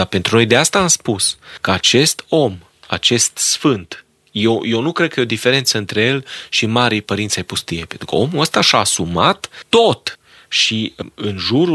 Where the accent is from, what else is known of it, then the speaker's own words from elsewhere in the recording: Romania; pentru că eu sunt român și așa mă consider ca un bun român și îmi iubesc neamul